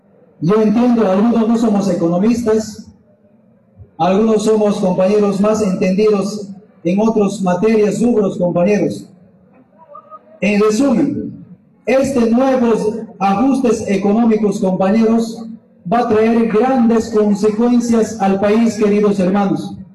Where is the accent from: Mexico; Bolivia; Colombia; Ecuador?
Bolivia; como bolivianos y bolivianas